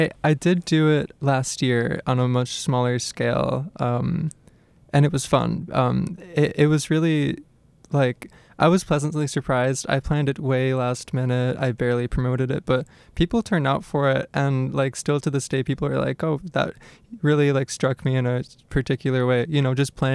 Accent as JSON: {"language": "English", "region": "Florida", "country": "United States", "moved": "yes", "lives_now": "Hazel Park, Michigan, United States", "said": "Oh, I live in Hazel Park. I'm originally from Florida"}